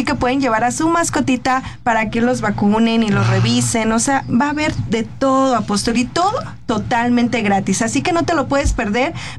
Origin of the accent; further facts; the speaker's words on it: Mexico City, Mexico; yo crecí ahí, en Xochimilco. Sí. Soy xochimilca de corazón.